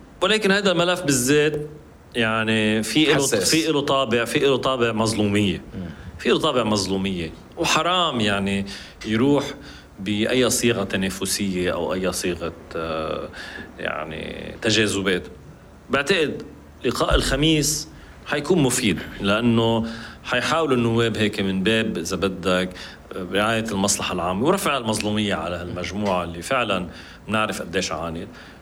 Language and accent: Arabic; Lebanon; نحن كلبنانيين والدولة اللبنانية